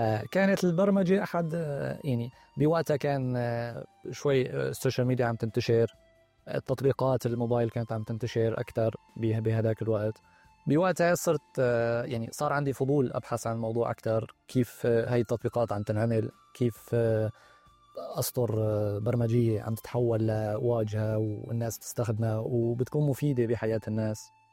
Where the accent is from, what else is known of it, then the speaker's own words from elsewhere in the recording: Syria; moved away; أنا شاب سوري مثل أي شاب نزح من سوريا طلع على بلد جديد ولقى حاله أنه هو خسر بيته دراسته وأقربائه وبلش من الصفر